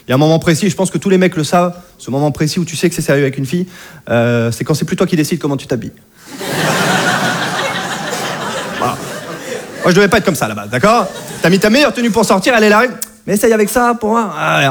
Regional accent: Normandy, France; je viens de Normandie

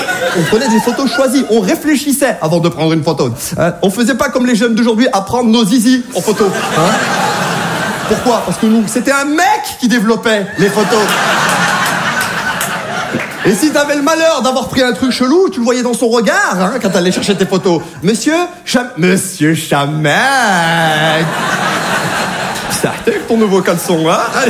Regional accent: Saint-Étienne, Auvergne-Rhône-Alpes, France; quand j'ai grandi à Saint-Étienne, je parais pas, mais je suis né en 1980, ok?

